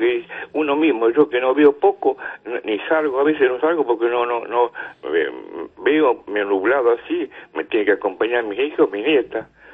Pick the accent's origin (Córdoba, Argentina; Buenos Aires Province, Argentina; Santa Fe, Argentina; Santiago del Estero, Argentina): Santa Fe, Argentina; tengo 84 años y yo soy de Santa Fe.